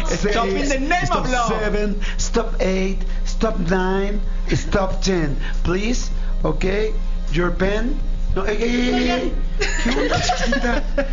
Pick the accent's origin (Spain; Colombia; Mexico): Mexico; somos tan mexicanos